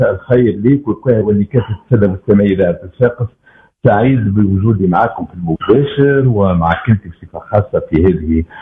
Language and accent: Arabic; Tunisia; في بلادنا تونس،